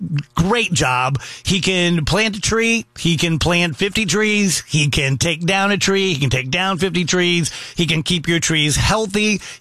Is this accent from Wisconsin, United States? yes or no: no; South Roxana, Illinois, United States; I grew up in South Roxana.